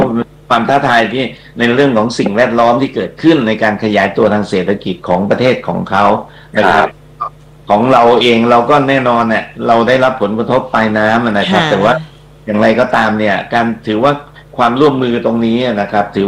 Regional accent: Chiang Rai, Thailand; เพราะว่าผมโตในจังหวัดเชียงรายแล้วได้กินน้ำกินได้กินปลาในแม่น้ำนะครับ

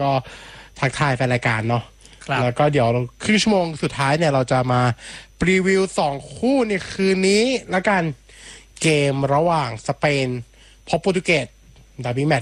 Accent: Min Buri, Bangkok, Thailand; born there; คุณพ่อเป็นคนประจวบแล้วก็ทุกวันนี้ก็แต่ผมเกิดกรุงเทพนะเกิดที่มีนบุรีผมได้เกิดมีน

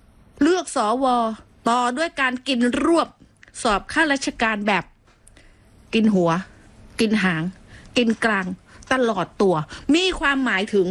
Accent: Phuket, Thailand; ดิฉันนี่เกิดมาเป็นคนภูเก็ตโดยกำเนิดน

